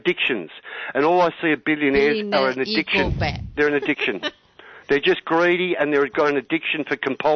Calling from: Australia; I'm an Australian.

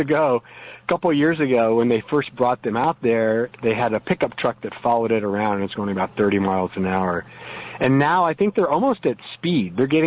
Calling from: California, United States; I'm calling from SoCal.

